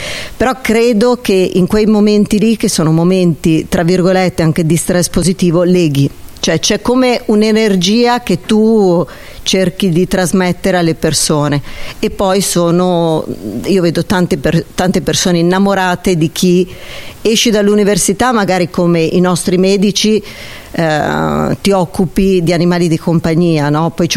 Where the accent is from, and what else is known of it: Cremona, Lombardy, Italy